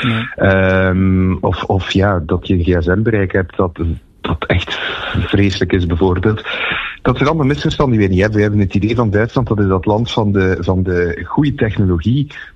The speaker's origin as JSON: {"language": "Dutch", "region": "Flanders", "country": "Belgium"}